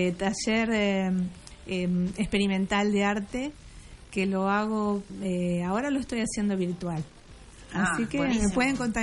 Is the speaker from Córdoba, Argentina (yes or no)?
no; Entre Ríos, Argentina; soy la única de Entre Ríos.